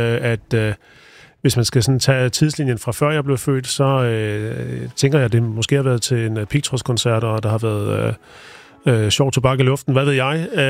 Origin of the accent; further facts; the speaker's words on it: Odense, Region of Southern Denmark, Denmark; Jeg er fra Odense. Jeg er fra det, der hedder Sankt Clemens, som er en lille forstad til Odense, som har hele 5.000 indbyggere.